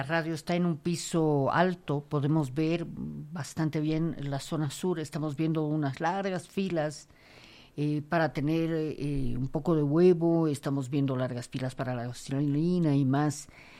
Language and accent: Spanish; Bolivia; Somos también bolivianos